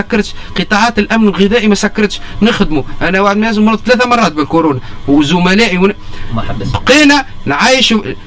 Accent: Tunisia; بلادنا تونس

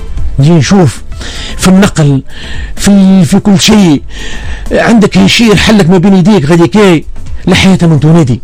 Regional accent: Mahdia Governorate, Tunisia; راني تونسي راني تبع بلدية تلاسة معدية الجم

